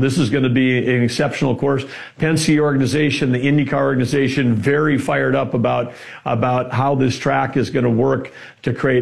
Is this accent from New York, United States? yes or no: no; North Dakota, United States; growing up in North Dakota, the only thing we had there was, you know, a quarter mile and eighth mile dirt track racing with the hobby stocks.